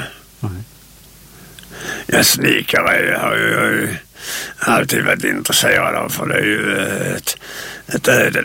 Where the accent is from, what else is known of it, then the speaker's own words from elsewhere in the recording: Landskrona, Skåne, Sweden; born there; also born or lived in Minnesberg; now in Malmö, Sweden; Ja, jag är född i Landskrona kommun. Och sen har jag bott i Minnesberg, men Malmö sedan 1957.